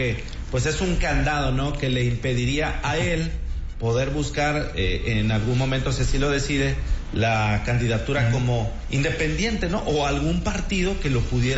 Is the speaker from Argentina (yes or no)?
no; Mexico; como mexicano, como mexicano 100% aspirar a la gubernatura, ¿no?